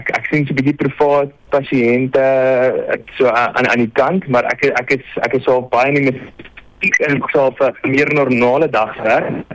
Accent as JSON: {"language": "Afrikaans", "area": "Durbanville", "region": "Western Cape", "country": "South Africa", "said": "ek is ook net hier om die draai van julle, of nie om die draai nie. Ek is van Durban wil"}